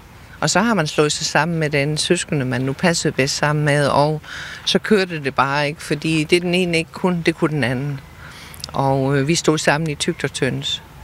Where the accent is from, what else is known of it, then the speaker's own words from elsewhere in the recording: Region of Southern Denmark, Denmark; accent: Southern Jutlandic; Vi er sønderjyder, og vi slår over i vores sønderjyske omgående, når vi er sammen.